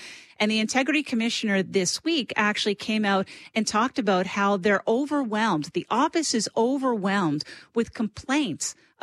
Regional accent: Cape Breton, Nova Scotia, Canada; I came from Cape Breton, as I said. I'd never met a Scientologist before.

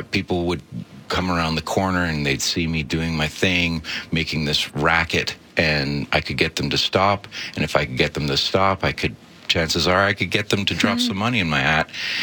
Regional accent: Ottawa, Ontario, Canada; Well, I grew up in Ottawa, and I started playing guitar at a very early age.

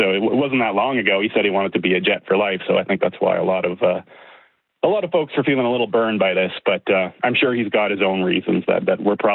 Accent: Winnipeg, Manitoba, Canada; now in Calgary, Canada; I was born and raised in Winnipeg. I live in Calgary now

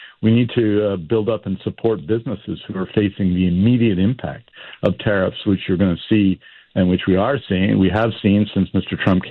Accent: Vancouver, British Columbia, Canada; I grew up in Vancouver, Scott. It's a bit of a tradition to go to Bellingham or to go to Seattle.

